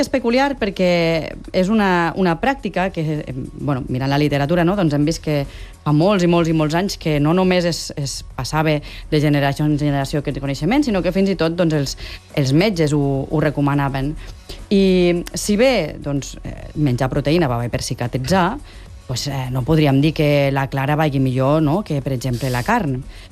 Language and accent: Catalan; Lleida, Catalonia, Spain; jo sóc de Lleida Capital.